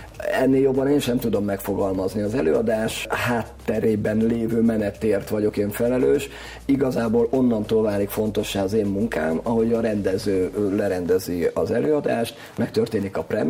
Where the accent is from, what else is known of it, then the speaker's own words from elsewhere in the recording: Sopron, Győr-Moson-Sopron, Hungary; eleve soproniként a Sopron Festen